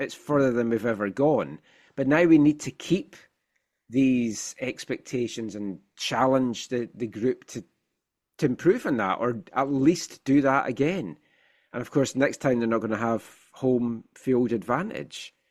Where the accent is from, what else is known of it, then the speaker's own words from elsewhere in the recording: Scotland, United Kingdom; I think being Scottish, the Scotland-Haiti game just pushes it over.